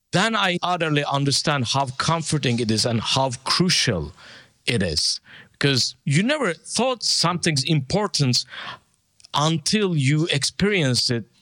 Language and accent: English; Turkey; I'm a Turkish kid, born and raised in Turkey